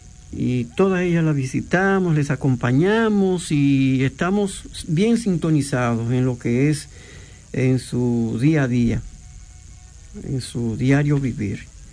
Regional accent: Dominican Republic; la República Dominicana, o sea, nuestro país

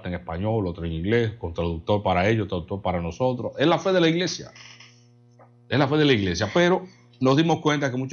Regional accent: Baní, Peravia, Dominican Republic; En esa comisión estaba Yaritza de Baní, yo soy de Baní, que era de mi parroquia San Cristóbal

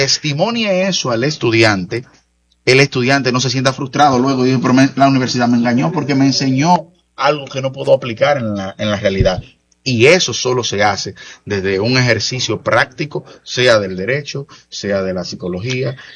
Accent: Moca, Espaillat, Dominican Republic; me vinculé primero a 2 oficinas de mi pueblo natal, que es Moca, y luego de eso entonces paso a fundar mi propio bufete

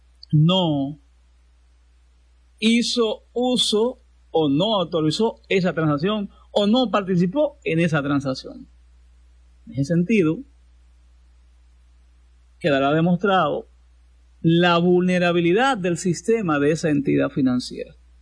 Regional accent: San Francisco de Macorís, Duarte, Dominican Republic; También el sector 27 de febrero allá en San Francisco de Macorís, en mi pueblo amado

